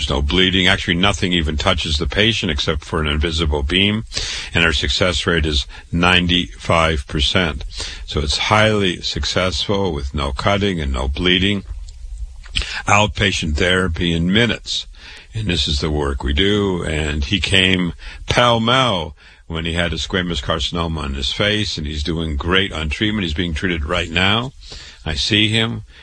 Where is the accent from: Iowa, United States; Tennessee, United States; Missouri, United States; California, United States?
Iowa, United States; Waterloo; I was born and raised in Waterloo, Iowa.